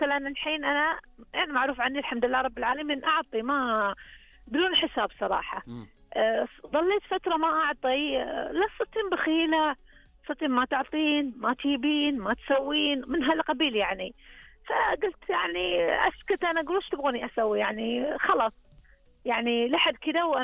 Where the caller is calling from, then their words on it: Saihat, Eastern Province, Saudi Arabia; انا اكلمك من المنطقه الشرقيه من سيهات.